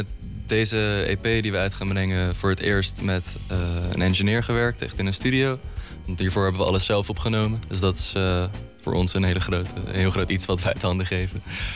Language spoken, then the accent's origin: Dutch; Westland, South Holland, Netherlands; wij komen ook niet officieel uit Den Haag. Wij komen allemaal een beetje verspreid uit het Westland.